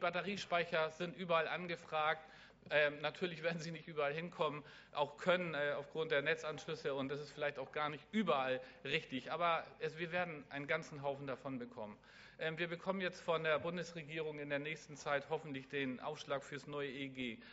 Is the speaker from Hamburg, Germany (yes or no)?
no; Schleswig-Holstein, Germany; Aber es ist folgerichtig, dass wir als Schleswig-Holsteiner vorangehen. Weil wenn nicht wir, wer denn überhaupt sonst?